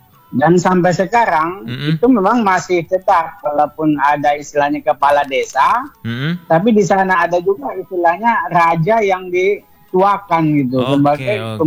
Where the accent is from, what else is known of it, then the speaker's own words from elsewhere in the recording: North Sumatra, Indonesia; di daerah saya Nasution